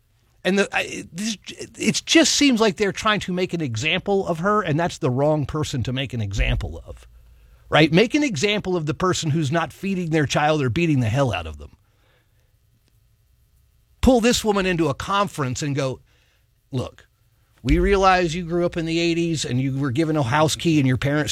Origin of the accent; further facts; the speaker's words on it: Virginia, United States; moved away; my home state of Virginia.